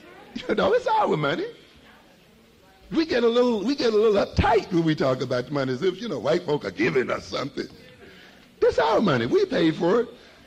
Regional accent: Mississippi, United States; I was a boy growing up in Mississippi

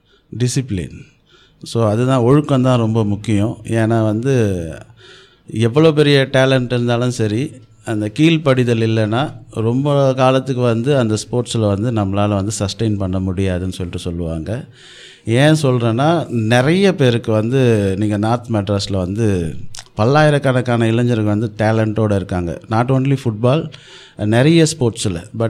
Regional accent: Chennai, Tamil Nadu, India; நம்ம லோக்கல் மெட்ராஸ் தமிழில் சொல்லணுன்னா ஸ்லம்னு சொல்லிட்டு சொல்லுவாங்க. ஸோ அந்த மாதிரி ஒரு பகுதியிலே தான் நாங்கள் வந்து பிறந்து வளர்ந்தோம்.

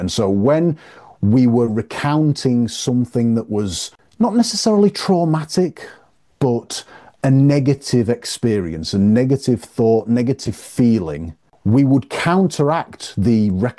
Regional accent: Yorkshire and the Humber, United Kingdom; being a Yorkshireman and having that tight Yorkshireman upbringing

